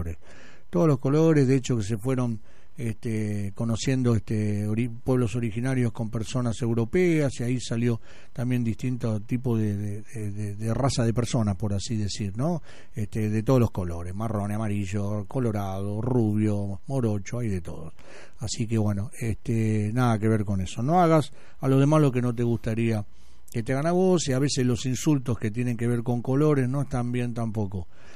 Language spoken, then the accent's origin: Spanish; Buenos Aires, Argentina; Bien, somos bien porteños nosotros, ¿no es cierto?